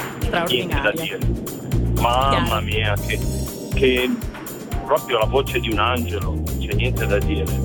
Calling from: Legnano, Lombardy, Italy; Sono di Legnano

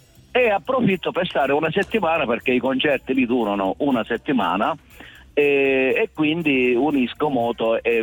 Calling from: Lanciano, Abruzzo, Italy; Io sono di Lanciano, in provincia di Chieti, in Abruzzo.

